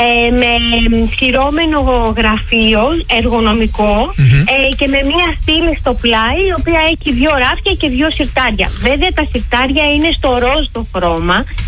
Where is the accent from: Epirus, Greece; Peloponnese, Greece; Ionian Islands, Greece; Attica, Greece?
Attica, Greece; Agios Dimitrios; και είμαι από τον Άγιο Δημήτρη στην Αθήνα.